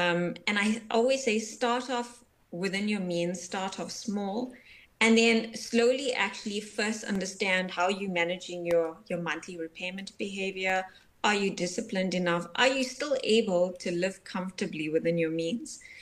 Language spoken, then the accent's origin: English; South Africa; I think back on my personal experience as a young female growing up in South Africa.